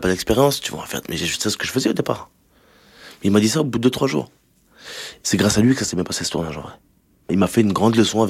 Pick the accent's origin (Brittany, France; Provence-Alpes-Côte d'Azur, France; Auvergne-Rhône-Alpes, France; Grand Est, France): Grand Est, France; Sélestat; Même dans ma ville d'origine, parce que moi je viens d'Alsace